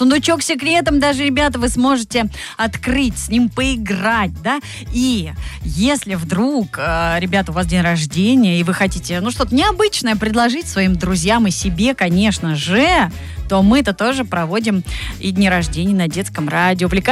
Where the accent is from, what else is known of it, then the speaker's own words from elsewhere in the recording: Zelenograd, Moscow, Russia; я из Зеленограда.